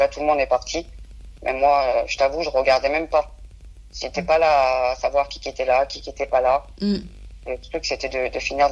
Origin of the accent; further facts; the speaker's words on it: France; vous savez que les voyageurs, on est français.